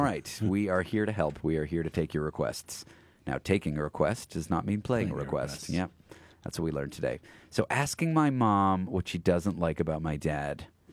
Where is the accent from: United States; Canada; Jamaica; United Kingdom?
Canada; Ontario; moved away; I grew up on Lake Ontario.